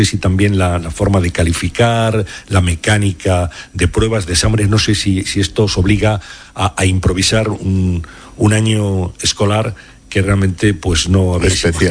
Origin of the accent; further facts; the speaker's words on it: Valladolid, Castile and León, Spain; Yo soy de Valladolid, por tanto me toca muy de cerca.